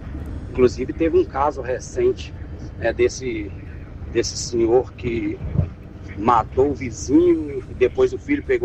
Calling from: Pouso Alegre, Minas Gerais, Brazil; Sou do Mar Gomes, aqui do bairro JK3.

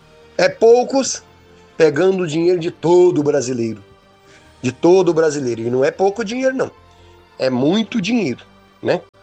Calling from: Brazil; Eu sou brasileiro.

